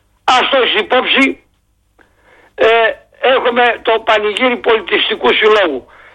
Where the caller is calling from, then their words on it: Central Macedonia, Greece